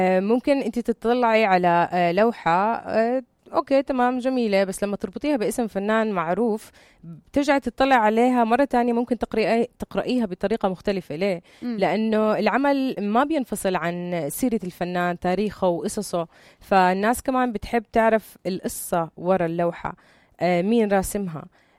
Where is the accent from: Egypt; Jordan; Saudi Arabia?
Jordan; عندنا بالأردن